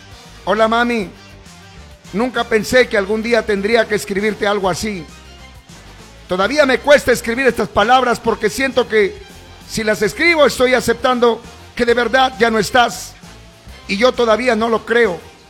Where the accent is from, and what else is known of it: Peru